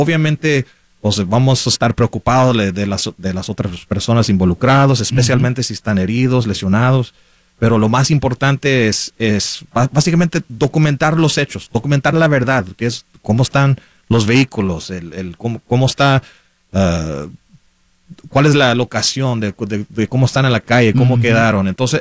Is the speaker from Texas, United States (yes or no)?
yes; McAllen, Texas, United States; now in San Antonio, United States; Pues soy americano, pero pues hablo español. Pues sí. Crecí en el valle, el sur de Texas, en el área de McAllen, de Far, San Juan Álamo. Y pues me mudé aquí a San Antonio hace casi 10 años.